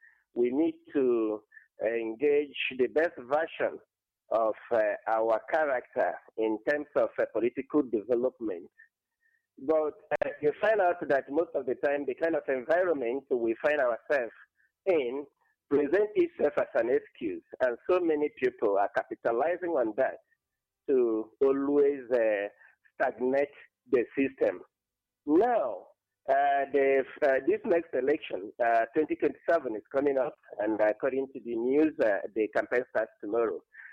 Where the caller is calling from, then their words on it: Akeze, Borno, Nigeria; I'm calling in from Akeze, Borno State.